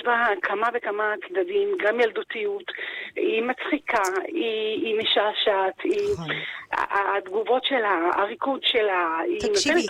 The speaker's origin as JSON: {"language": "Hebrew", "town": "Ramat Gan", "region": "Tel Aviv District", "country": "Israel", "said": "אני מרמת גן."}